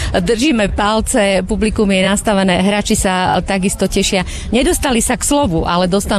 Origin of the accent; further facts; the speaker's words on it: Žilina Region, Slovakia; ja som zase z Turca